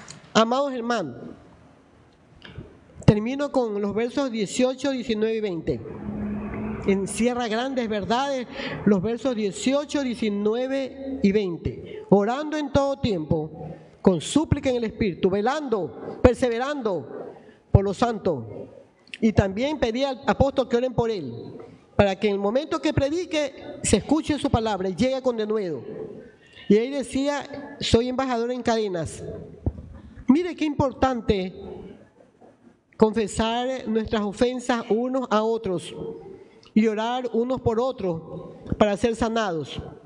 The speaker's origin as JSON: {"language": "Spanish", "town": "Guayaquil", "region": "Guayas", "country": "Ecuador", "tie": "born there", "said": "gracias porque nací en Guayaquil. Nunca reniegue donde nació."}